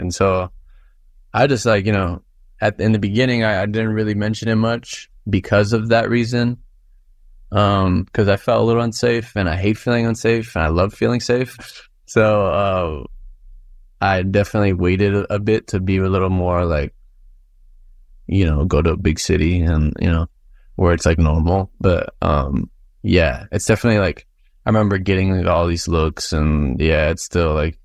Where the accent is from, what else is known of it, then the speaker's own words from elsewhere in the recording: United States; I'm from here. I'm American. I was born in America. But, you know, obviously my parents are from Jalisco and, well, they're from Zapopan and Guadalajara.